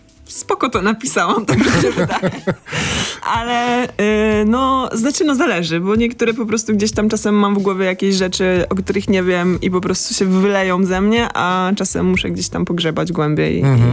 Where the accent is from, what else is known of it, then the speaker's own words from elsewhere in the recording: Wrocław, Lower Silesian Voivodeship, Poland; wychowałam się na Trójkącie Bermudzkim we Wrocławiu